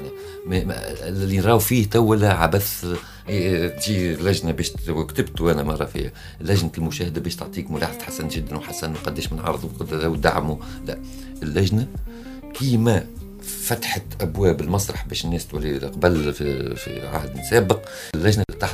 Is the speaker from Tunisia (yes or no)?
yes; Tunisia; يعني أنا مسرحي تونسي.